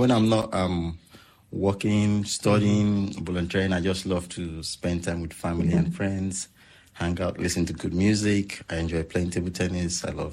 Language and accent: English; Nigeria; moved away as an adult; now in New Zealand; I'm originally from Nigeria. I moved to New Zealand 11 years ago. So, New Zealand is home for me now, and I must say I've been blessed, living in this country.